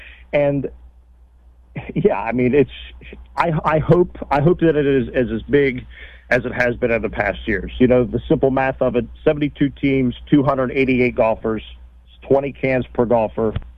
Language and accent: English; Marion County, West Virginia, United States; I'm from Marion County.